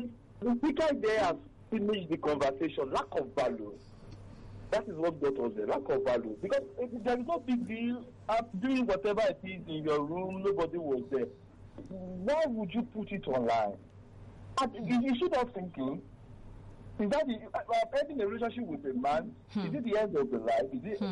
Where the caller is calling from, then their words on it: Lagos, Nigeria; I'm calling from Abuja, Lagos Island.